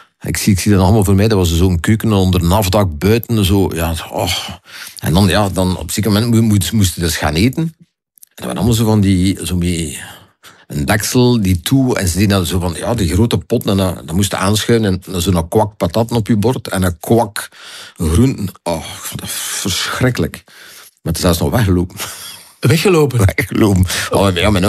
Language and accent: Dutch; Zottegem, East Flanders, Belgium; born there; also born or lived in Herzele; Ik ben geboren in Zottegem. Ik heb gewoond in Herzelen.